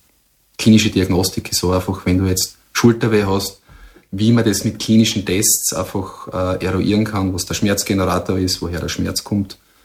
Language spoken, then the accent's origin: German; Eibiswald, Styria, Austria; Und wenn ich sage, ich komme aus Eibiswald, dann schauen wir mal an und denken sich, wo ist das? Dann könnte ich sagen, naja, das ist südlich von Graz